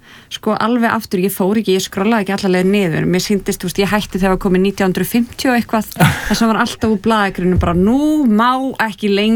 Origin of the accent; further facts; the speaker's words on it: Hafnarfjörður, Capital Region, Iceland; Nei, af því við erum voru úr Hafnarfirði.